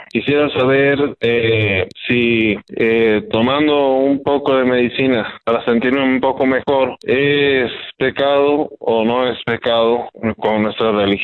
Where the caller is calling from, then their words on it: Mexico; le hablo desde México.